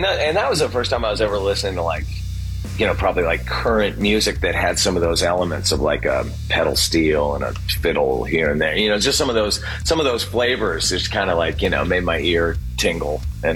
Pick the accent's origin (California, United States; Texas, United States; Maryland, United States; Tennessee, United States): California, United States; everything that was in the ether when I was growing up in California in the 70s and 80s